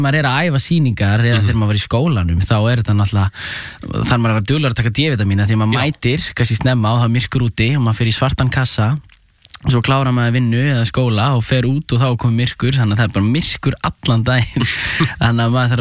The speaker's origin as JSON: {"language": "Icelandic", "town": "Reykjavík", "region": "Capital Region", "country": "Iceland", "tie": "born or raised there", "said": "ég ólst upp í hérna í Árbænum, fyrst í Norlingaholtinu og svo í Ártúninu var ég Árbæðaskóla"}